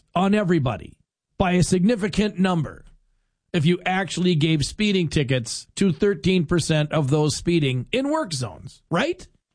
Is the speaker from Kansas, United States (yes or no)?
no; North Dakota, United States; moved away; growing up in North Dakota, and driving, I don't know how many times, hundreds of times, say, between Fargo and Bismarck.